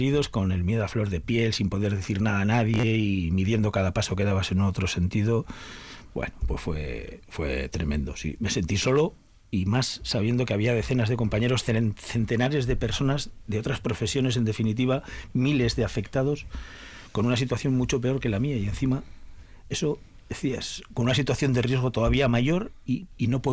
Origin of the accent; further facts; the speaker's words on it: Alsasua, Navarre, Spain; yo soy navarro, soy de Alsasua, pero cuantitativamente gran parte de mi familia es de Agurain